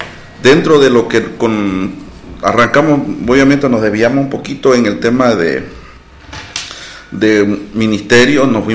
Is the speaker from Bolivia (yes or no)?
yes; San Javier, Beni, Bolivia; Yo soy del municipio de San Javier.